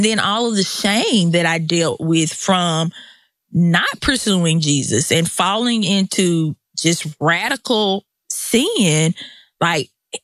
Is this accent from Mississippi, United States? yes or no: yes; Mississippi, United States; born or raised there; accent: Southern